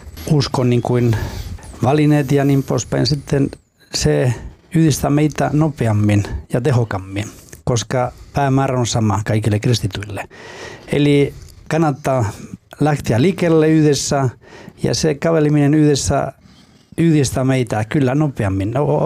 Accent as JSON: {"language": "Finnish", "region": "Basque Country", "country": "Spain", "second_language": "Finnish", "said": "tavallaan kuin Pohjoismaiden niin kuin Baskimaa, koska olen kotoisin Baskimaasta, ja on yhteisiä piirteitä kyllä, joka yhdistää meitä, kyllä baskit ja suomalaiset."}